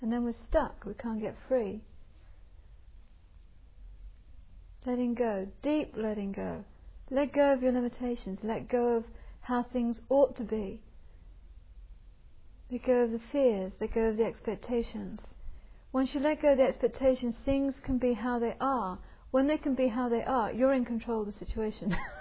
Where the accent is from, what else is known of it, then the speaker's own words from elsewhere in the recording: England, United Kingdom; And being English, so I had some kind of interest in this. And I had a friend coming out from England